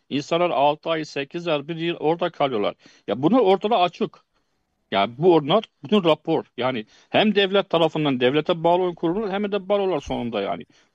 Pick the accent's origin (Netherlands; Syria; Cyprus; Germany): Syria; Patrona diyorum ki ben Suriyeliyim. Bana çalışma izni çıkart.